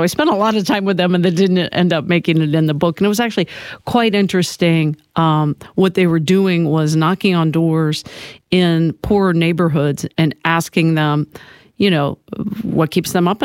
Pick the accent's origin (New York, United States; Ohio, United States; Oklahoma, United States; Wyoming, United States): Ohio, United States; Urbana; born or raised there; moved away